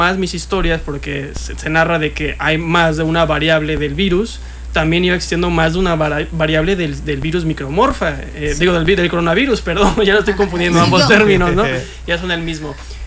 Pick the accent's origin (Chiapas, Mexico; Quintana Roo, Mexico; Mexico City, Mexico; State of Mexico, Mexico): Quintana Roo, Mexico; Cancún; Yo nací aquí en Cancún. Toda mi vida he sido aquí cancunense 100%. Uh-huh. Mis padres son de la Ciudad de México.